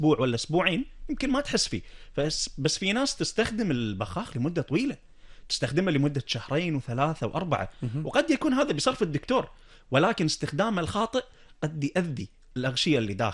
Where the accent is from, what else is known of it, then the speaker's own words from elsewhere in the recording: Kuwait; خصوصا عندنا بالكويت،